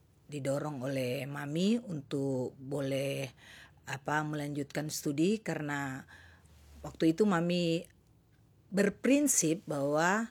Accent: Manado, North Sulawesi, Indonesia; born there; Saya lahir di Manado.

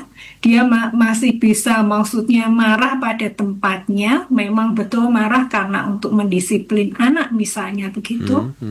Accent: Java, Indonesia; saya orang Jawa

